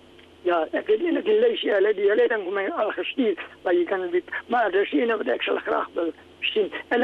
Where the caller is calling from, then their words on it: Walvis Bay, Erongo, Namibia; Ons is nie daar van die boeg nie, ons is van Walvis